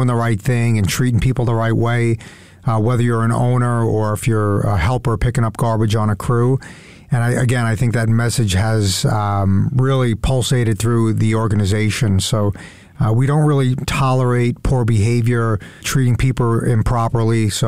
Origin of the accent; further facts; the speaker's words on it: Mount Sinai, New York, United States; Yeah, so I grew up in Mount Sinai, New York, 5 siblings, great parents.